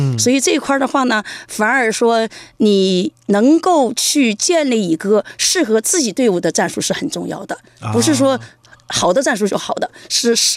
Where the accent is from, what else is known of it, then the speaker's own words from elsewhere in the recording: Dalian, Liaoning, China; moved away as an adult; now in Beijing, China; 因为我算是一个北漂嘛，我的老家是大连的。